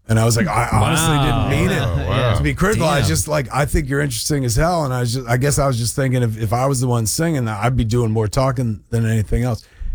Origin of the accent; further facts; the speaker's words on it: New Jersey, United States; I grew up in Jersey, so … in the blood, whether you choose him or not, right?